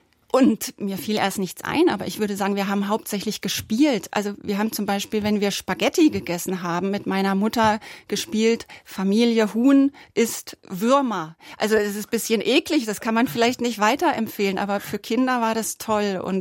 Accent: Goch, North Rhine-Westphalia, Germany; also born or lived in Kranenburg / Pfalzdorf; Ich bin in Kranenburg geboren.

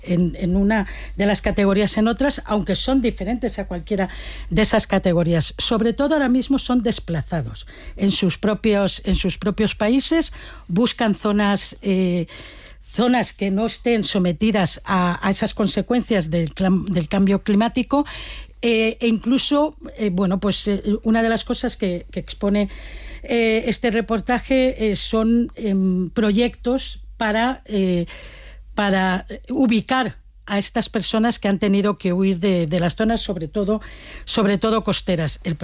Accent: Valencian Community, Spain

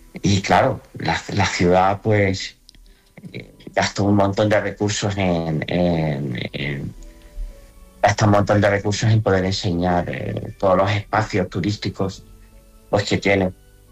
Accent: Spain; Y además nosotros nos sentimos profundamente españoles y queremos seguir siendo españoles.

